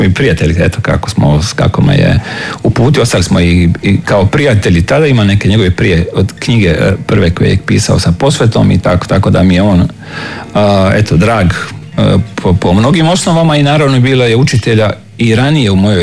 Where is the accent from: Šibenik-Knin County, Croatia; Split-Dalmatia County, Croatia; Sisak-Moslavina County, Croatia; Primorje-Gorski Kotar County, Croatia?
Split-Dalmatia County, Croatia; Svinišće; Rođen sam u Splitu, pa spodne ili u Svinišće.